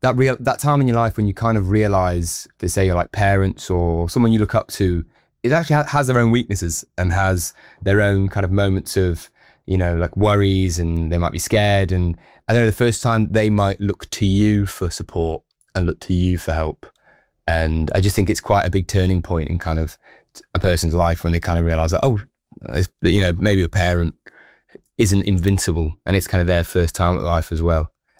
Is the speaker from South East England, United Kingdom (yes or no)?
no; Nottingham, East Midlands, United Kingdom; moved away as an adult; Well, I'm originally from Nottingham. I kind of grew up in Notts and like playing venues in Notts, but I've lived away for a little bit now.